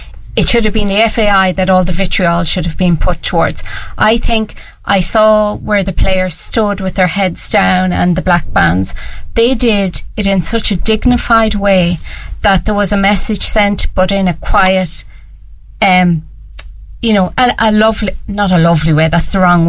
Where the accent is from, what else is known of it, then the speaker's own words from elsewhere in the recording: Ireland; And I'm so proud of Mary Robinson and the stand she's taken within the Elders organisation as an Irish woman.